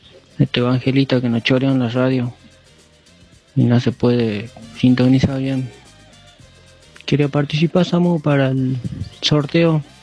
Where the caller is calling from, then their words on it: Palpalá, Jujuy, Argentina; Soy abonado 434. Soy de Palpalazzi